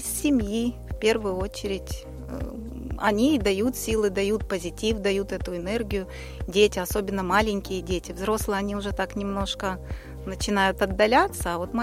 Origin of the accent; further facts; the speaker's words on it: Krasnodar Krai, Russia; born there; moved away as an adult; also born or lived in Republic of Adygea / Lebanon; now in Yakutia, Russia; Я родилась в Краснодарском крае, училась в Республике Адыгея, потом уехала в Ливан, из Ливана приехала в Якутию